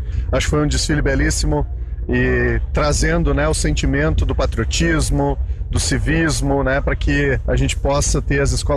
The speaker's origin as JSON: {"language": "Portuguese", "country": "Brazil", "said": "conta quem nós somos enquanto sociedade, enquanto povoado, enquanto brasileiros, né?"}